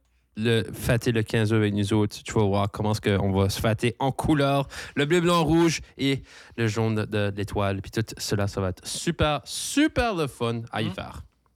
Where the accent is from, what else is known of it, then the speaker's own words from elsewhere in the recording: Acadia, Canada; je suis acadien through and through